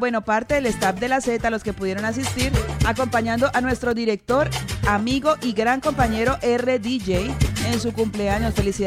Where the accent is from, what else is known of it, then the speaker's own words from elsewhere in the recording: Cali, Valle del Cauca, Colombia; now in Valencia, Spain; Yo como buena caleña